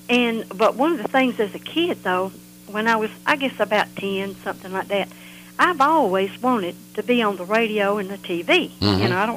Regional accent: Augusta, United States; see, I grew up in Augusta.

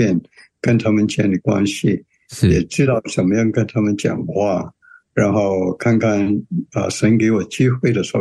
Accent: Hong Kong; moved away as an adult; now in United States; 其实我是在香港长大的。然后我来美国在普林斯顿念本科。然后医学院是在哈佛医学院。毕业以后就留在美国做医生了，就做了几十年。

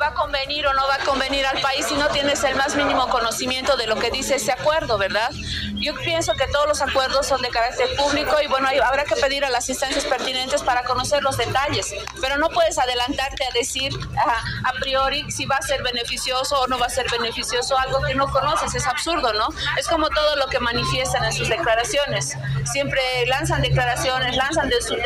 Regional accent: Bolivia; nosotros como bolivianos

